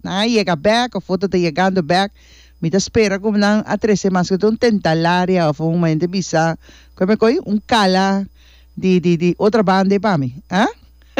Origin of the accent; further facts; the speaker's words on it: Colombia; Me imagino a mí si Colombia me se gana, porque soy colombiana